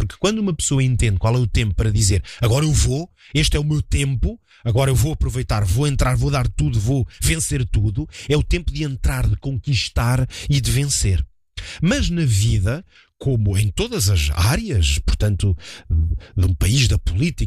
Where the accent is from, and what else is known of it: Portugal